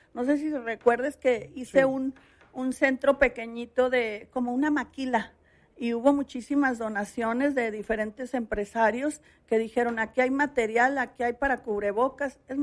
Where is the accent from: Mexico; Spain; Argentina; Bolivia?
Mexico; Todos somos mexicanos